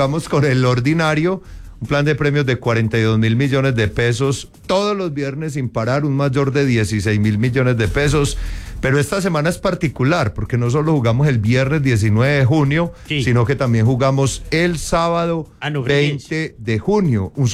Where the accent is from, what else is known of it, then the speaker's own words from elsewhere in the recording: Antioquia, Colombia; eso a nosotros nos tiene que llenar de orgullo como antioqueños